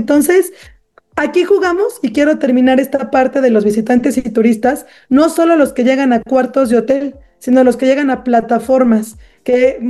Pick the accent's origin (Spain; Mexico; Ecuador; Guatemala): Mexico; volvíamos a identificarnos como somos los mexicanas y los mexicanos.